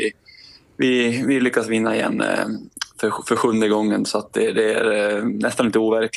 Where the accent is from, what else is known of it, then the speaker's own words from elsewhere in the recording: Sweden; för oss svenska löpare. Det är ju väldigt likt hemma i Sverige